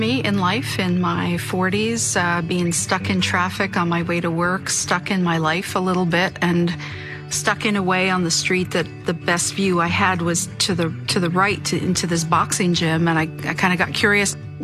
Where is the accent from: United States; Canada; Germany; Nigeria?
Canada; Montreal, Quebec; I'm from Montreal, Canada, and I'm a writer and a storyteller, and I work in communications.